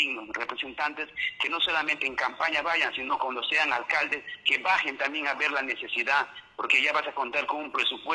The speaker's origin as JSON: {"language": "Spanish", "town": "Iquitos", "region": "Loreto", "country": "Peru", "tie": "born or raised there", "said": "Yo nací, yo crecí en Belén, me bañé en el río Itaya, nadé en el río Itaya, junté agua del río Itaya, y ahí estoy, y pesqué también en el río Itaya"}